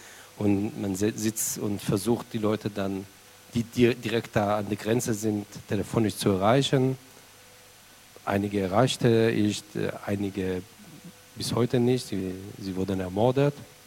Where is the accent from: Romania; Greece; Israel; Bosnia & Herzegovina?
Israel; German is a second language; now in Germany; ich bin, was ich gesagt, in Kibbutz aufgewachsen, der etwa 30 Kilometer von der Gazastreifen ist.